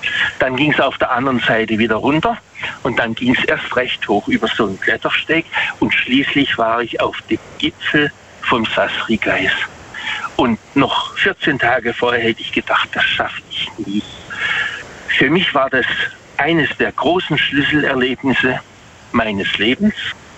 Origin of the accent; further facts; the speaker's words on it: Waghäusel, Baden-Württemberg, Germany; Also ich komme aus Waghäusel.